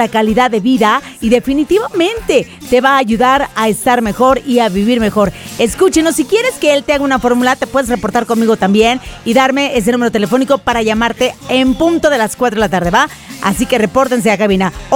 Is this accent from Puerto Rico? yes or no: no; Mazatlán, Sinaloa, Mexico; moved away; calor en mi tierra, raza. Allá en Mazatlán, Sinaloa, bendita tierra de bandas y de gente trabajadora